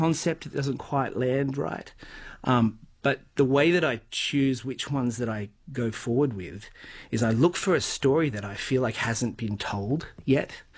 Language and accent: English; Gunnedah, New South Wales, Australia; Traveling around, when I grew up in Gunnedah, I used to go around with my dad.